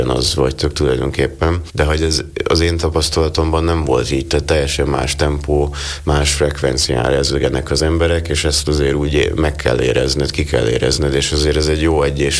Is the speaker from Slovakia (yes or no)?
yes; Slovakia; now in Budapest, Hungary; Ugye én Budapesten tanulok, Szlovákiából költöztem oda 2 éve.